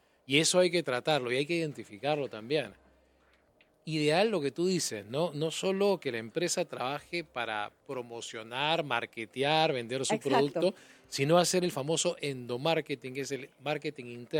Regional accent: Piura, Peru; born there; moved away; yo he vivido en Piura de chiquitito, no nací en Piura por un tema de la casualidad de la vida, pero he vivido prácticamente la mitad de mi infancia en Piura.

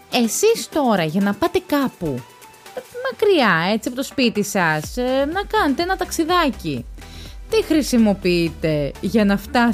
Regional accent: Kaparelli, Central Greece, Greece; Άμα όμως ήθελες αγάπη μου να πας στο Καπαρέλι στο χωριό μου, στο Καπαρέλι Θήβας, άμα ήθελες να πας εκεί

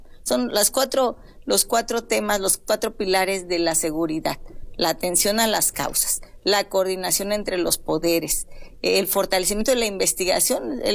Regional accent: Guerrero, Mexico; había mucha violencia en la Costa Chica. Fuimos desplazados por la violencia y yo me crié en Tierra Caliente, en la Tierra Caliente.

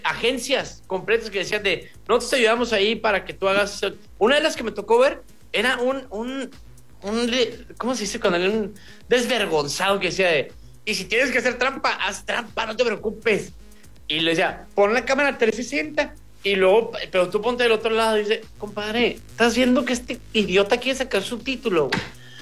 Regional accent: Mexico; Yo soy mexicano y yo acepto mi realidad.

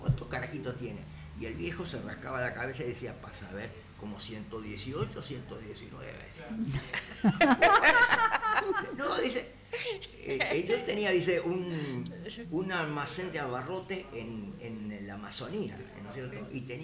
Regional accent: Galicia, Spain; moved away; en el caso mío, yo soy gallego, así que soy celta también.

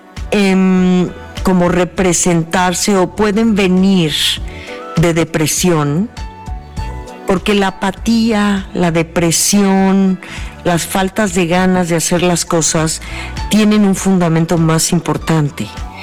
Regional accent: Mexico; Sí, así somos los mexicanos

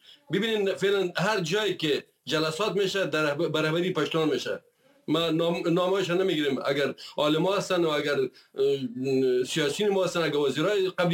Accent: Afghanistan; بله ما افغان هستم و در تمامی کشور ما هر ملت که دیدیم میکنه گلای یک سبد هستیم و افغانستان خانه مشترک ماست.

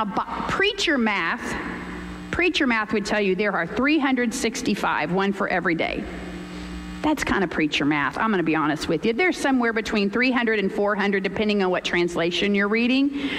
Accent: Missouri, United States; we're from Missouri

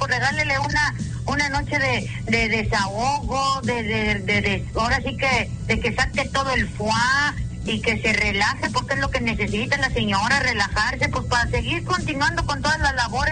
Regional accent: Mexico

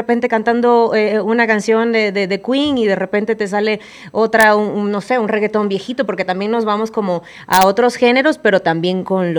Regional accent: Venezuela; Yo, por ejemplo, soy venezolana

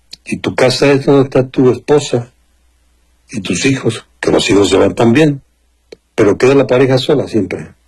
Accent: Venezuela; Me siento parte del país y ahora de verdad que estoy tan agradecido como venezolano.

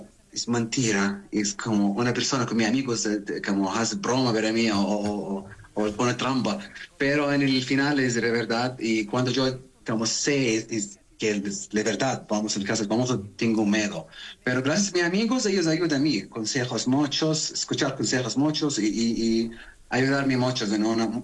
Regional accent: Saudi Arabia; Spanish is a second language; una persona normal, de la Arabia Saudita. Mi mamá tiene sangre italiano, mi papá es de la Arabia Saudita.

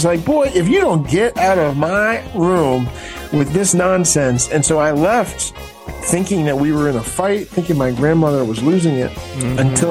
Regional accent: Gaithersburg, Maryland, United States; moved away; So you know that I grew up in what in my time was called Gaithersburg, Maryland. And my grandparents' time was called Quince Orchard, Maryland. It was one of those places where it was so small. I grew up on a dirt road

